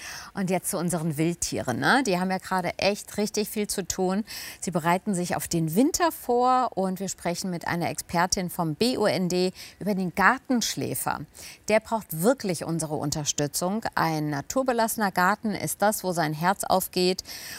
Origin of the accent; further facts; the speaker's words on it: Friedberg, Hesse, Germany; aus Friedberg, meine Geburtsstadt übrigens. Gell, sag ich ja jedes Mal. Ich bin Friedberger Mädchen.